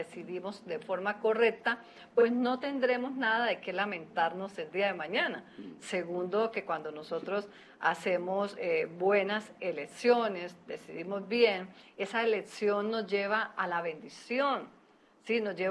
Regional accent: Colombia; moved away; nos unamos a favor de Colombia. Oiga, acá no hay cosas personales, a favor de nuestra patria que tanto amamos

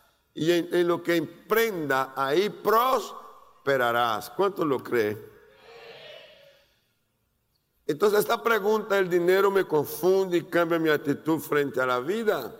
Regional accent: Maceió, Alagoas, Brazil; moved away; Allá, cuando usted mira Brasil, que hace la curvita mirando a África, ahí hay un pueblo que se llama Maceió. De ahí vengo. Sí. Viví con los pies en el agua toda la vida, de la niñez, de adolescente, y pisando arena y oliendo el yodo del mar.

